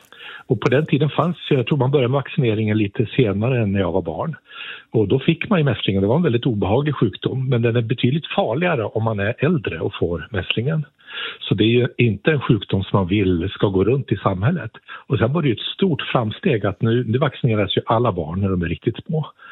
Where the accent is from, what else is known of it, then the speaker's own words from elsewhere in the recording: Gothenburg, Västra Götaland County, Sweden; now in Umeå, Sweden; Jag är från Göteborg, jag får skillnad för det. Jag har bort i Umeå sen mer än 30 år tillbaka.